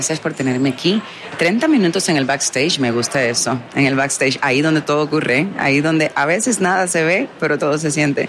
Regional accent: Guantánamo, Cuba; actué por primera vez en el Teatro Guiñol de mi ciudad natal, Guantánamo.

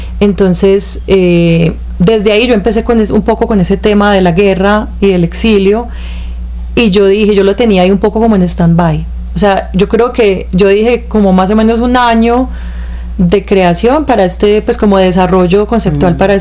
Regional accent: Colombia; moved away

